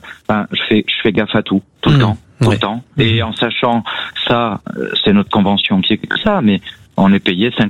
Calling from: Bordeaux, Nouvelle-Aquitaine, France; je vous appelle de Bordeaux.

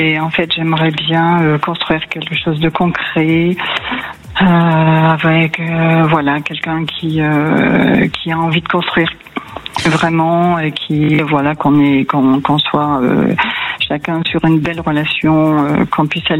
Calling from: Issoire, Auvergne-Rhône-Alpes, France; J'appelle de Issoire, en Auvergne.

